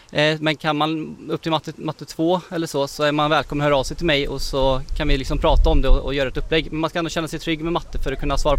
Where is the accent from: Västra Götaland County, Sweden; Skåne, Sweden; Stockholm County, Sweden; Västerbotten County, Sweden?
Västra Götaland County, Sweden; Vänersborg; jag kommer uppvuxen i Vänersborg, så jag vill bidra tillbaka till där jag kommer ifrån.